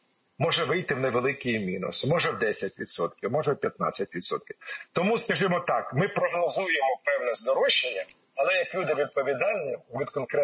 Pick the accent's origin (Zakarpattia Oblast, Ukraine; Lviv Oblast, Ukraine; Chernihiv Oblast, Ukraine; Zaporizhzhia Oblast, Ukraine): Chernihiv Oblast, Ukraine; Pryluky; Мої рідних Прилуках як ходили, так і ходять.